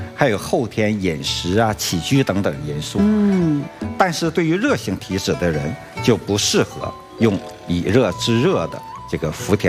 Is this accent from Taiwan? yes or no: no; Northeast China, China; 我是东北的，从东北我们去聊这个问题。